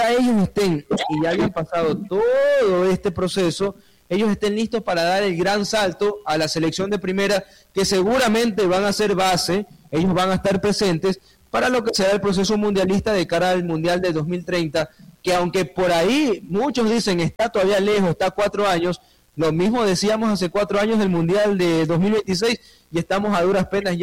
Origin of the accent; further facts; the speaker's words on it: Ecuador; es mi país, soy orgullosamente ecuatoriano